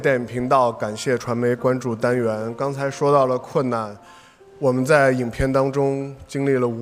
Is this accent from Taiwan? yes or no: no; China